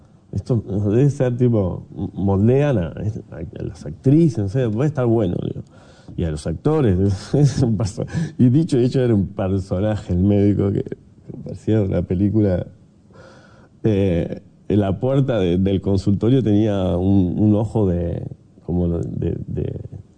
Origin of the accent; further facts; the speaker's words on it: Montevideo, Uruguay; yo soy uruguayo